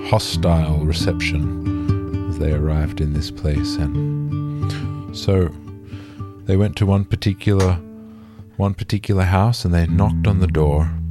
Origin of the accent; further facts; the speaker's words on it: Sydney, New South Wales, Australia; born there; now in Bellingen, Australia; between Northern Rivers and Sydney, where my family is from, where I was born in Sydney.